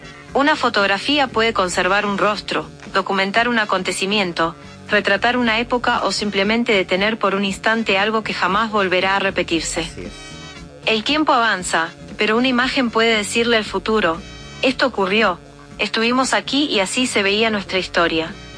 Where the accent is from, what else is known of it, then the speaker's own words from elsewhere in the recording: Argentina; now in Mexico; la argentina más mexicana.